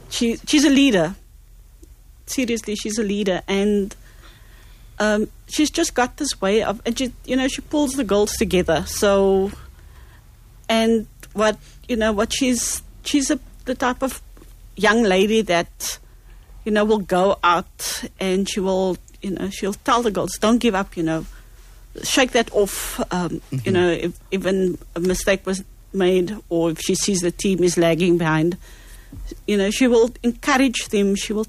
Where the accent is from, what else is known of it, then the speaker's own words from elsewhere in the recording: Cape Town, Western Cape, South Africa; myself, I come from Mitchell's Plain